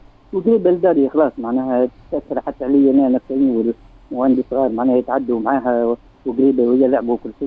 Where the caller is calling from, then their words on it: Medenine, Tunisia; والله من مدنين.